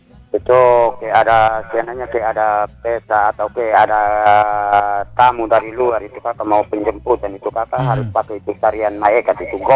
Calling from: East Nusa Tenggara, Indonesia; kita orang Timur ini tetap harus yang kita punya adat istiadat

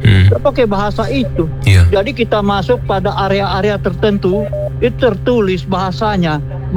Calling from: Central Sulawesi, Indonesia; first language Kaili; Indonesian is a second language; saya orang Kaili. Jadi bahasanya bahasa Kaili.

